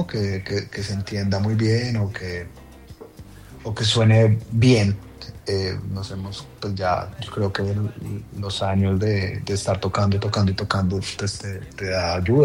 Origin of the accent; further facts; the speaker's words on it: Colombia; el baile es demasiado importante en nosotros, ¿no? Como cultura, como colombianos, como latinos.